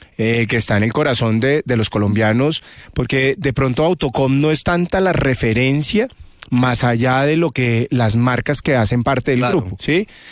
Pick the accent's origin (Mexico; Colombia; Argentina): Colombia; Bogotá; por el trabajo de mi padre tuve la fortuna de vivir en diferentes partes del país, sí. y del planeta, y eso hace que se le esconda a uno, pero soy bogotano 100%, Rolo. Nacido aquí en Bogotá.